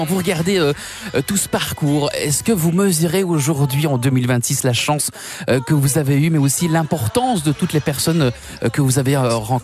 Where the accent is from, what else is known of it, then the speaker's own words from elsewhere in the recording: Belgium; nous, en tant que Belges.